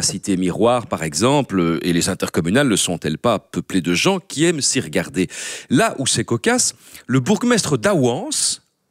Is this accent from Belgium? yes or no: yes; Belgium; Chez nous, en Belgique, une intercommunale qui magouille, c'est une appellation d'origine contrôlée.